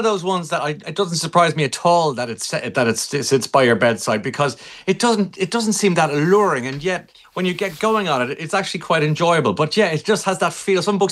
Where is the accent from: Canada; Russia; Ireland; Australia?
Ireland; my home country, Ireland